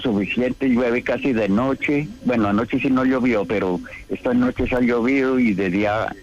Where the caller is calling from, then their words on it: Garagoa, Boyacá, Colombia; del municipio de Garagua, vereda Ipaquira, municipio de Garagua